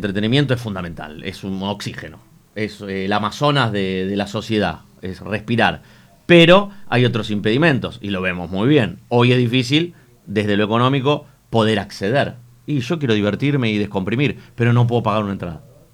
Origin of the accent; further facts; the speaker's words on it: Buenos Aires, Argentina; Capital Federal, Buenos Aires.